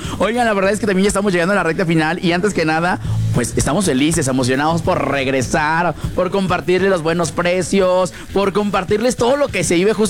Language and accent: Spanish; Hidalgo, Mexico; Gracias por compartirnos todos estos datos y todos estos tips que, como buenos hidalguenses, tenemos que saber, ¿eh?